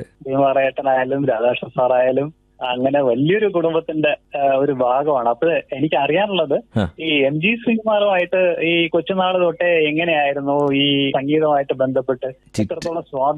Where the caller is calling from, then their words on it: Vattiyoorkavu, Kerala, India; ഞാൻ വട്ടൂർക്കാവിൽ നിന്നാണ് വിളിക്കുന്നത്.